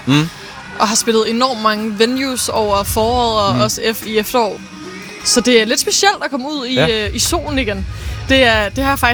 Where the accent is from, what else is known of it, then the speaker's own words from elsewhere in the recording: Aarhus, Central Denmark Region, Denmark; moved away as an adult; now in Copenhagen, Denmark; jeg har jo bare et helt specielt forhold til Aarhus, fordi jeg er herfra.